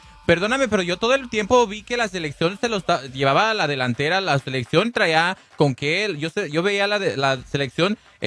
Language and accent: Spanish; Mexico; sigamos siendo orgullosamente mexicanos